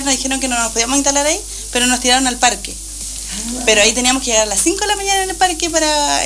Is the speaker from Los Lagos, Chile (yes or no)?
yes; Ancud, Los Lagos, Chile; now in Coyhaique, Chile; Yo soy de Chiloé, yo soy de Ancud, y cuando vine la primera vez a vacacionar acá a Coyhaique, mi mamá es una vendedora ambulante en Ancud